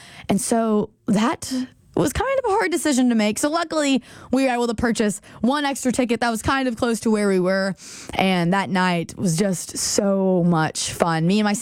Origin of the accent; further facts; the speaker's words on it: Texas, United States; There is an amazing local music spot in St. Joe, Texas, kind of up near my hometown, called Red River Station.